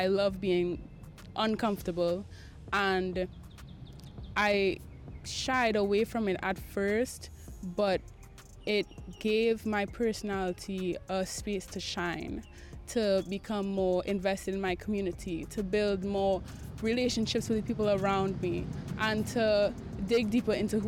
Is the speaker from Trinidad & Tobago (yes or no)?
yes; Port of Spain, Trinidad & Tobago; I am from Port of Spain